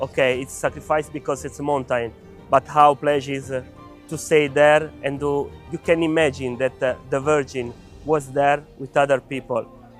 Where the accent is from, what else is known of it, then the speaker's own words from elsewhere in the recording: Italy; English is a second language; everybody … I'm from Italy